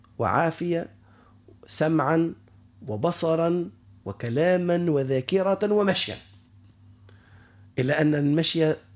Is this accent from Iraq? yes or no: no; Tunisia; لها وهنيئا لنا كتونسيين.